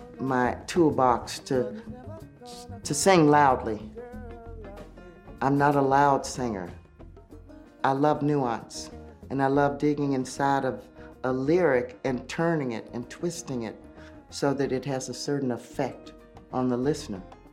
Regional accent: Jackson, Mississippi, United States; born there; moved away as an adult; also born or lived in New Orleans; I was born in Jackson, Mississippi. It's a town that's known for many things. In the past, it's been a great gathering place for musicians.

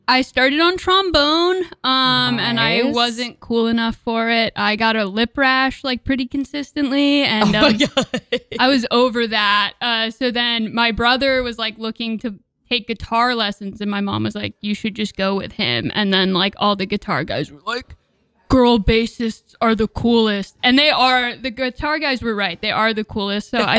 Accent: Connecticut, United States; I'm from Connecticut, actually. It's like the worst state ever.

